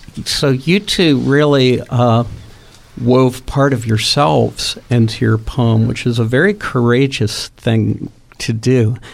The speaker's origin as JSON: {"language": "English", "town": "Churchill", "region": "Pennsylvania", "country": "United States", "tie": "born or raised there", "said": "I grew up in Churchill, not far from where you live."}